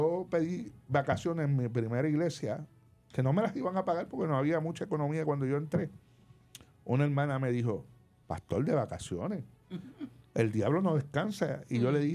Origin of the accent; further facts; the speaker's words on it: Carolina, Puerto Rico; yo me crié en Carolina, yo vivía en Carolina, aunque frecuentaba más en Atorrey